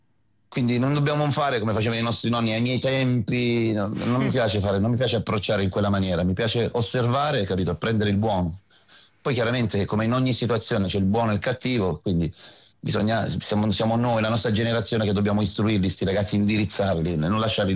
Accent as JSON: {"language": "Italian", "region": "Abruzzo", "country": "Italy", "also_born_or_lived": "Milan / Rome", "moved": "as an adult", "said": "Io sono orgogliosamente abruzzese, perché in questa regione, secondo me, c'è racchiusa non solo tanta bellezza, perché abbiamo sia il mare sia la montagna"}